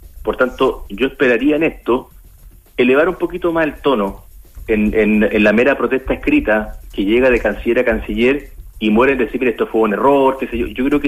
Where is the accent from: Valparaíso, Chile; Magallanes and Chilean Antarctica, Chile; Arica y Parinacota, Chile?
Magallanes and Chilean Antarctica, Chile; como magallánico, como chileno